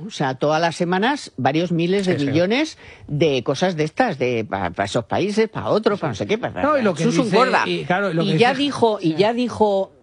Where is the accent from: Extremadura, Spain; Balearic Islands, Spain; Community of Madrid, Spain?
Community of Madrid, Spain; Miraflores de la Sierra; yo desde la plaza de mi pueblo, de Miraflores de la Sierra